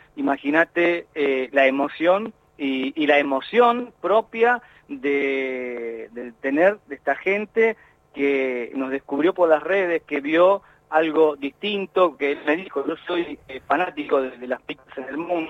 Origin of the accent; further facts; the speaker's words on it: Argentina; now in Almanza, Argentina; nosotros los argentinos